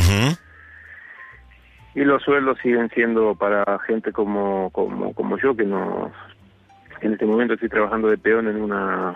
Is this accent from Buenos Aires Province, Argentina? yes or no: yes; González Catán, Buenos Aires Province, Argentina; also born or lived in Canada; now in Mallorca, Spain; yo soy de González Catán, en Argentina